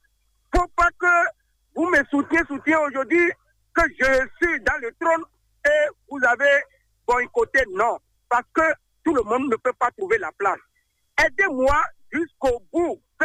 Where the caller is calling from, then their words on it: Benin; Je vous appelle depuis Diguet.